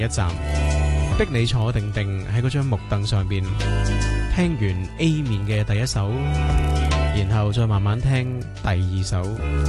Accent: Hong Kong; 去纪念一下我哋香港人嘅巨星

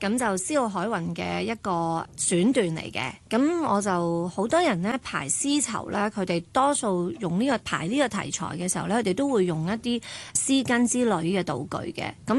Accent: China; 咁其實我哋係中國人嘅藝術工作者啦，其實我哋都有責任將傳統文化元素透過舞蹈去傳承同埋推廣出去咯。

